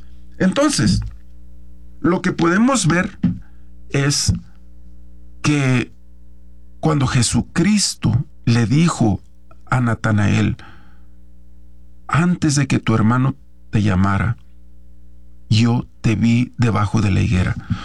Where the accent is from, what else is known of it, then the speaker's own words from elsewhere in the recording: San Francisco del Rincón, Guanajuato, Mexico; yo soy de Guanajuato, de un pueblo que se llama San Francisco del Rincón, Guanajuato, un ladito como a 20 minutos de León, Guanajuato.